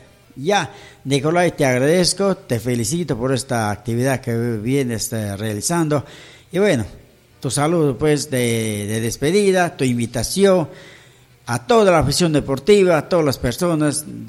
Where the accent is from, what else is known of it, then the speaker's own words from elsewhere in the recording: Lamas, San Martín, Peru; born there; Yo nací en Lama, sí, es un orgullo de Perú, a mucha honra